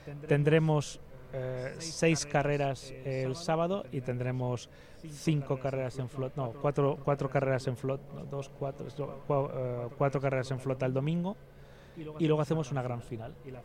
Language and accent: Spanish; Aragon, Spain; moved away; aunque no soy de aquí, soy maño, pero ya llevo más años aquí que en mi tierra